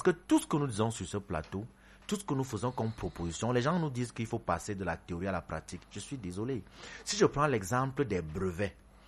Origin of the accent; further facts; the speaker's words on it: Cameroon; C'est pour ça que personne ne peut vous dire pourquoi nous sommes camerounais.